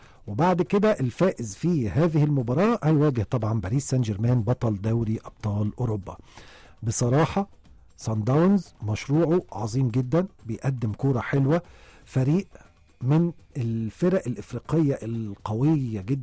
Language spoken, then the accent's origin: Arabic; Egypt; مش بعيد عننا كمصريين وكعشاق للكورة.